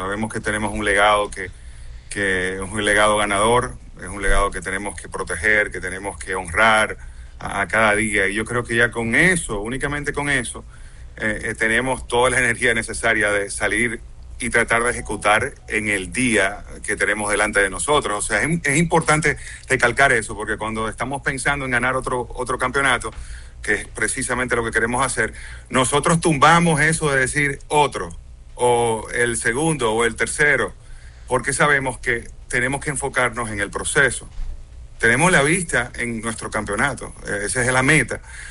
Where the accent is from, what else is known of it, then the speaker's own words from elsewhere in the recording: Dominican Republic; moved away; also born or lived in United States; donde crecimos aquí en República Dominicana, y después sacrificaron para nosotros llegar a Estados Unidos